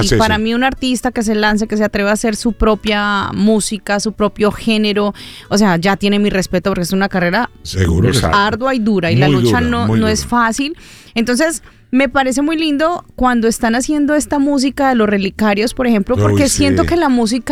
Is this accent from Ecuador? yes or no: no; Medellín, Antioquia, Colombia; yo soy de Medellín